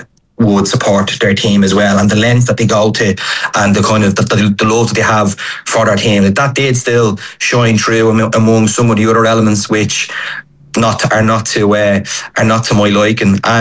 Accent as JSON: {"language": "English", "country": "Ireland", "said": "obviously, as an Irishman or whatever, just aren't enjoyable"}